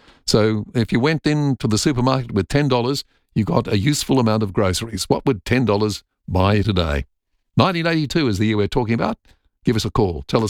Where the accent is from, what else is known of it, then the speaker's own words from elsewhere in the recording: Nuriootpa, South Australia, Australia; I grew up in Nuriutpur and was in grade 6 in 1982.